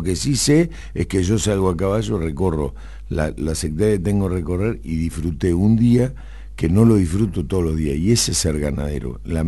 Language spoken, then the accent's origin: Spanish; Argentina